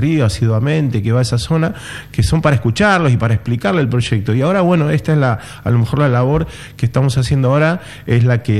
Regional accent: Rosario, Santa Fe, Argentina; No, la verdad que no viví en la ciudad, no tengo mucha, la verdad, pero sí venía y soy rosarino

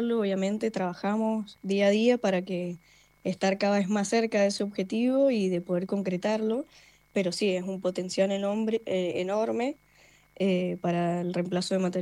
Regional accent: Mendoza, Argentina; Yo soy de Mendoza.

